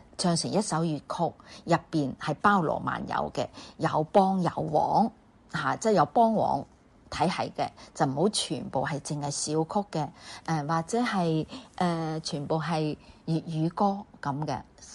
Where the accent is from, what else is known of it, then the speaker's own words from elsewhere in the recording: Taishan, Guangdong, China; 因為本身我係台山人啦，咁我嘅家族可以講我家族都係好多僑居喺海外啦